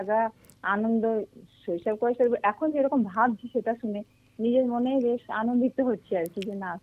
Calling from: Birbhum district, West Bengal, India; আমি বীরভূম জেলা থেকে বলছি, তেজহাটি গ্রাম থেকে।

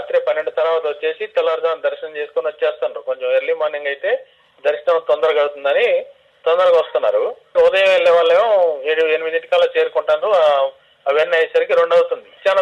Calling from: Telangana, India; లక్ష్మీపల్లి మండలం సార్, ప్రసన్నగర్

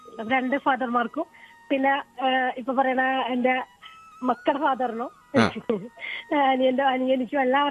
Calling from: Aluva, Kerala, India; ആലുവ കുന്നത്തേരിയിലാണ് വീട്.

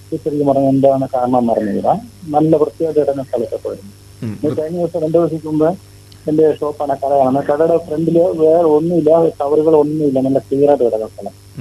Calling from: Malayankara, Kerala, India

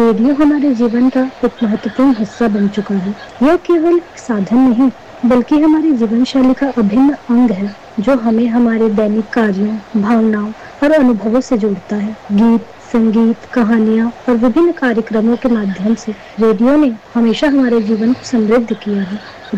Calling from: Raigarh, Chhattisgarh, India; रायगढ़ शहर की निवासी हूँ।

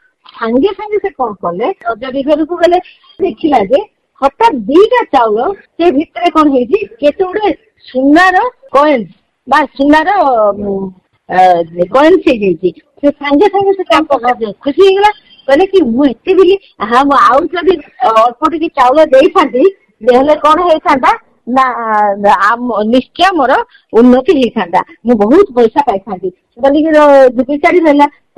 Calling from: Jagatsinghpur, Odisha, India

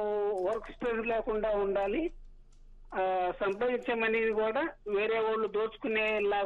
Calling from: Guntur, Andhra Pradesh, India; మాట్లాడుతున్నాను సార్.

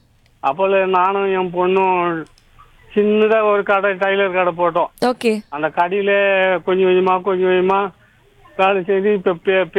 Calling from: Tamil Nadu, India; அடையாளம்பட்டில இருந்து

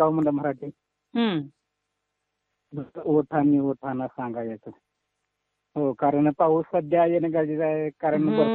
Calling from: Maharashtra, India; बांबेवाडी तालुका मूळ.

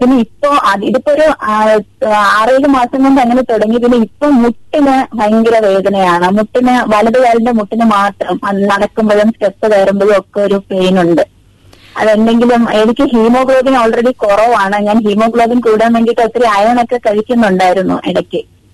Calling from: Thiruvananthapuram, Kerala, India; തിരുവനന്തപുരത്തു നിന്നാണ്.

